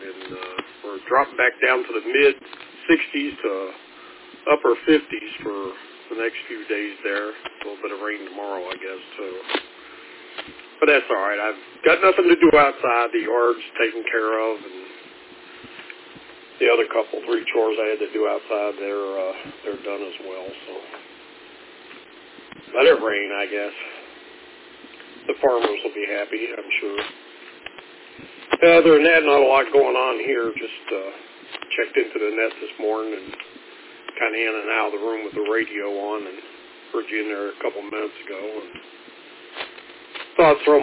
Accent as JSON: {"language": "English", "region": "West Virginia", "country": "United States", "tie": "born or raised there", "moved": "yes", "lives_now": "Western New York, United States", "said": "I'm originally from West Virginia, so I don't have any words of wisdom from up here to pass on anyway. I was born, raised down there, and have a lot of those old sayings that I grew up with and that were hammered into me."}